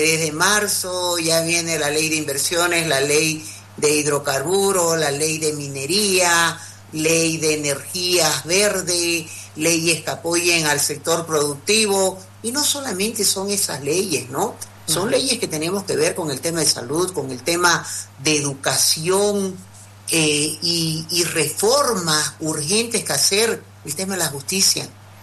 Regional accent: Santa Cruz, Bolivia; porque también nosotros que somos de Santa Cruz hemos visto todos los casos escandalosos con el tema de corrupción

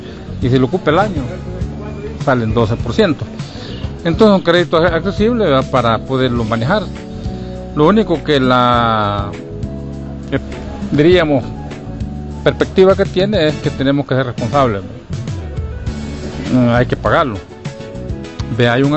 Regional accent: Usulután, El Salvador; Yo vengo de aquí, del Cantón El Tablón.

